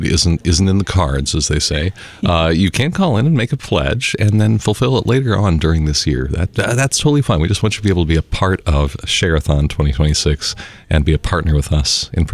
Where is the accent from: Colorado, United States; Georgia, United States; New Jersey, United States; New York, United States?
Colorado, United States; Denver; moved away; And from my home state of Colorado, I grew up in Denver